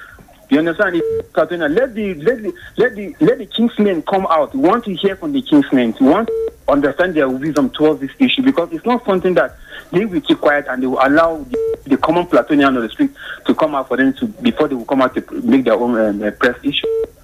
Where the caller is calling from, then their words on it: Plateau, Nigeria; I'm calling you from Mangalore.